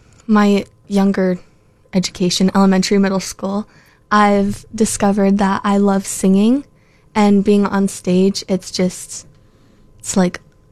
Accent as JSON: {"language": "English", "town": "Scottsbluff", "region": "Nebraska", "country": "United States", "tie": "born or raised there", "said": "I was born and raised here in the Scottsbluff-Gearing area"}